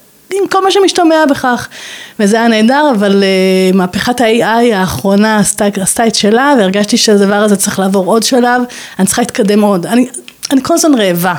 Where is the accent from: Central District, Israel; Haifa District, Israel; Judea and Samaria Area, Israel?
Haifa District, Israel; Hadera; born there; נולדתי בחדרה, משפחה נורמטיבית לחלוטין, מראשוני חדרה, ממש עם היסטוריה יפה כזו